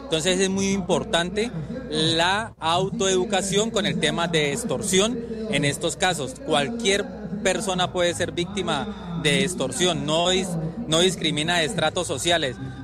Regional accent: Cúcuta, Norte de Santander, Colombia; now in Villavicencio, Colombia; Yo soy de la ciudad de Cúcuta, norte de Santander, y actualmente vengo de estar trabajando en la capital, en el comando de Gaulas Militares.

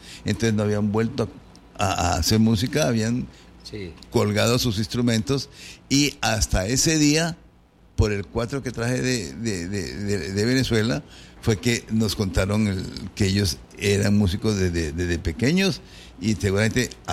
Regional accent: Villavicencio, Meta, Colombia; moved away as an adult; also born or lived in Bogotá; viajé de retorno a Villavicencio, que es mi ciudad natal

